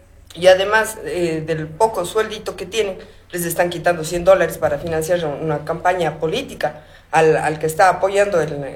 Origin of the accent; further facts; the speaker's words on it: Azogues, Cañar, Ecuador; Somos una ciudad andina, pues, somos de los Andes.